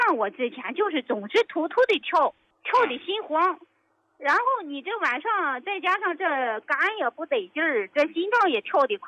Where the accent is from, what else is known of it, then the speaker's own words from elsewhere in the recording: Tai'an, Shandong, China; 我是山东的，山东泰安的听众，我姓